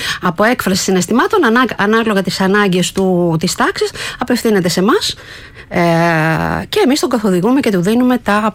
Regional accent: Peristeri, Attica, Greece; born there; γεννήθηκα στην Αθήνα, στο Περιστέρι.

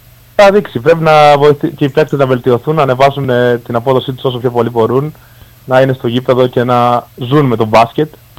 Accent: Crete, Greece; Η Κρήτη είναι ο τόπος μου, εδώ μεγάλωσα, την αγαπάω πάρα πολύ.

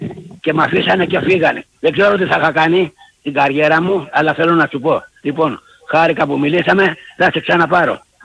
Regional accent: Pigadia, South Aegean, Greece; Είμαι από την Πηγάδα, Πηγαδιώτης.

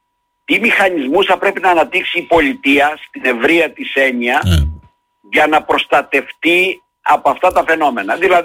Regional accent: Perachori, Crete, Greece; Ναι, στο χωριό μου το λένε έτσι. Ειδικά στο Περαχωρί.

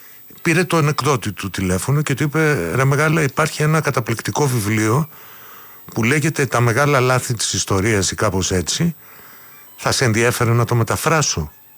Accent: Crete, Greece; Από την Κρήτη είμαι, από την Κρήτη.

